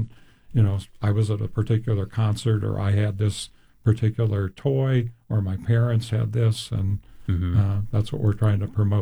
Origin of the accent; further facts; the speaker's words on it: Cleveland, Ohio, United States; I grew up in Cleveland, and so we had that.